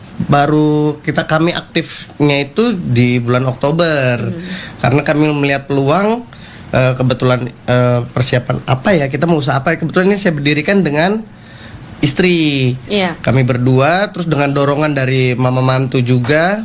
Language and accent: Indonesian; Jakarta, Indonesia; Kebetulan saya asli dari Jakarta.